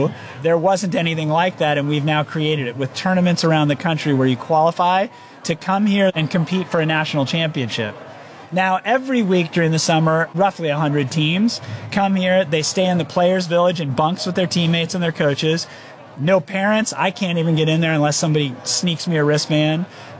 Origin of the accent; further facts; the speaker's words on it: Englewood, United States; born there; you know, I was born in Englewood